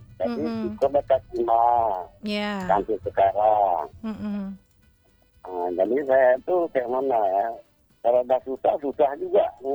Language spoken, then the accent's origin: Indonesian; Aceh, Indonesia; Tinggal waktu kecil, tinggal sama Wawa, di Aceh Kemiang.